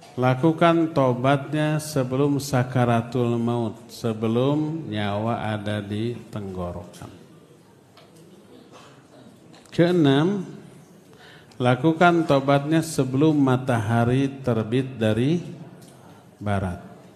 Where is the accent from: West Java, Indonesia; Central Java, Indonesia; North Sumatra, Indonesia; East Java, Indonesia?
West Java, Indonesia; Saya orang Sunda … Bisa tuh nyebut F.